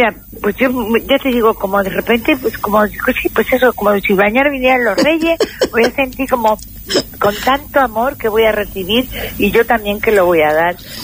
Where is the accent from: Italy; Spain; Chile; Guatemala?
Spain; Málaga, Andalusia; moved away